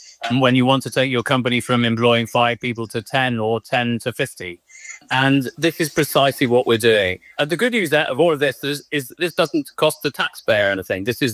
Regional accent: Wales, United Kingdom; I'm a Welshman

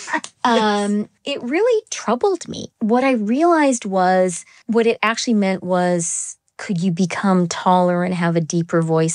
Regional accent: Canada; speaking as a Canadian

